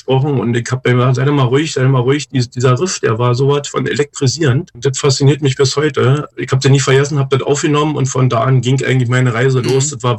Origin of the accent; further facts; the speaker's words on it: Brandenburg, Germany; born there; Ich bin in Ostdeutschland geboren, an der Grenze zu Berlin.